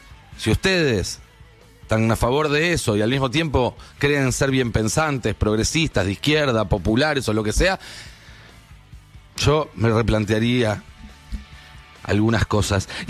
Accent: Argentina; somos los argentinos

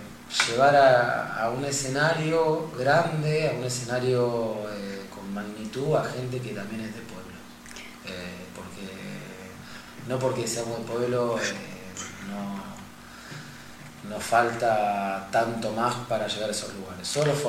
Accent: Córdoba, Argentina; como yo soy de Pinelavero, de un pueblo chico de Córdoba también

